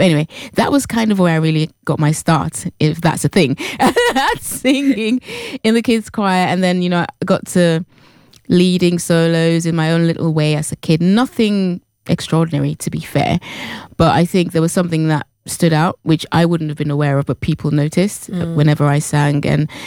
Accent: United Kingdom; Because I said to him, I'm British, and I'd like to start my life with my kids in the UK.

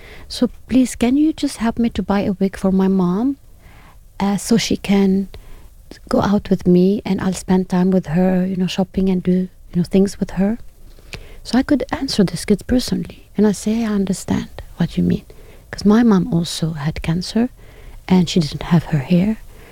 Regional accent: Lebanon; Of course, I'm from Lebanon, so I met some children in Lebanon

